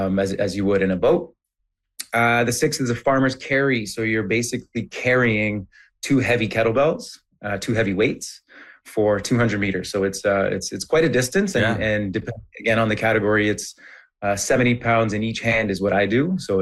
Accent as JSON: {"language": "English", "town": "Ottawa", "region": "Ontario", "country": "Canada", "tie": "born or raised there", "said": "I mean, it's great to have … come to my hometown here in Ottawa."}